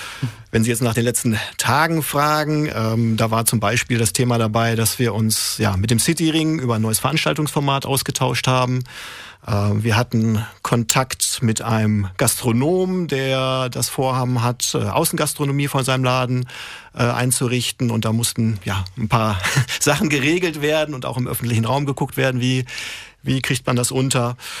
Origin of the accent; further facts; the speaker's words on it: Gütersloh, North Rhine-Westphalia, Germany; moved away as an adult; now in Dortmund, Germany; Gebürtig komme ich aus Gütersloh in Ostwestfalen.